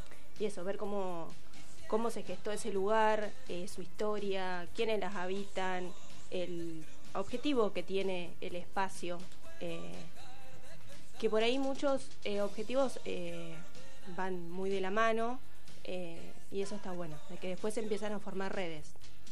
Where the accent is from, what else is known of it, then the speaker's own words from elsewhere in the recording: Azul, Buenos Aires Province, Argentina; now in Buenos Aires, Argentina; Bueno, yo soy de Azul